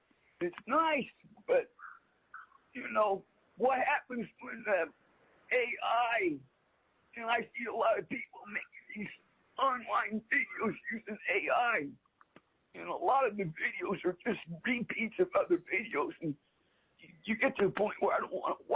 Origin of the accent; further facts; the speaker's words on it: Indiana, United States; born there; Boy, I was born in Indiana, and it's really saddening to see what's happening in Indiana right now.